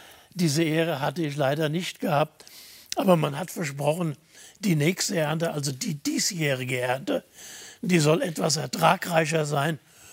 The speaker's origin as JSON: {"language": "German", "town": "Limburg an der Lahn", "region": "Hesse", "country": "Germany", "tie": "born or raised there", "said": "Ein Ur-Limburger, ein Limburger Säcker sozusagen."}